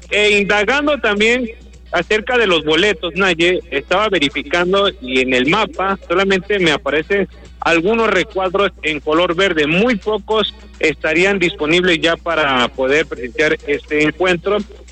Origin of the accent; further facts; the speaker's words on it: Puebla, Mexico; más que nada diría que somos los poblanos